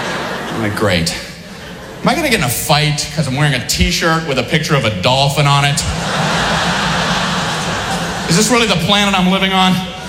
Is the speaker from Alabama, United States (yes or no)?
no; Miami, Florida, United States; I grew up in Miami, Florida.